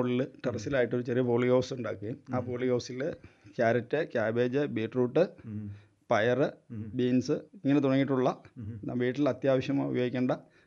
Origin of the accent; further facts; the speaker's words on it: Rajakumari, Kerala, India; എൻ്റെ പിതാവ് ഒക്കെ ഇന്ത്യക്ക് സ്വാതന്ത്ര്യം കിട്ടിയ ഉടൻ തന്നെ, അതായത് ഇടുക്കി ജില്ലയിലെ ആദ്യ കുടിയേറ്റ കർഷകരാണ്. ഞങ്ങളൊക്കെ ജനിച്ചു വളർന്നത് ഇവിടുത്തെ രാജകുമാരി തന്നെയാണ്.